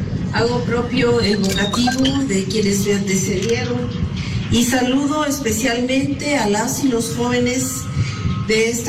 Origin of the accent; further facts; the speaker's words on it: Guatemala; como guatemaltecos y guatemaltecas